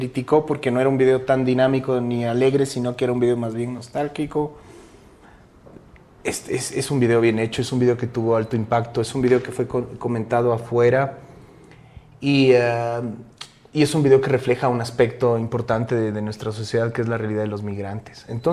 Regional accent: Ecuador

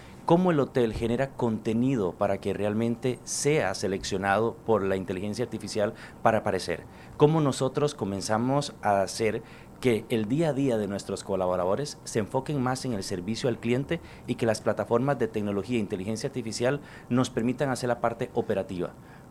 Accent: Costa Rica; soy costarricense.

